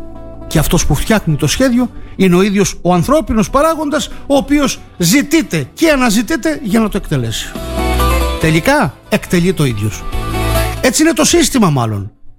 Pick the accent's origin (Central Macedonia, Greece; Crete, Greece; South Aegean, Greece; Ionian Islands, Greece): Crete, Greece; Τι χάνει να είναι το χωριό μου λοιπόν?